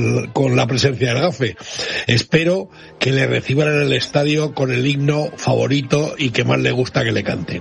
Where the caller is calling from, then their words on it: Spain; como español